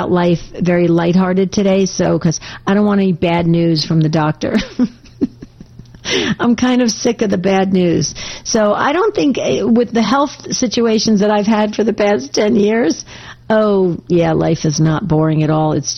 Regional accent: New Jersey, United States; born or raised there; now in Arizona, United States

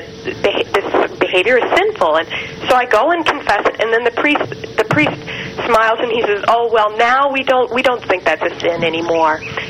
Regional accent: Milwaukee, Wisconsin, United States; I'm from Milwaukee, Wisconsin.

